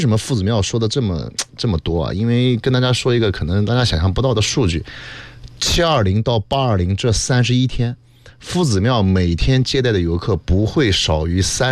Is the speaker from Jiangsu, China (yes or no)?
yes; Nanjing, Jiangsu, China; 我们南京人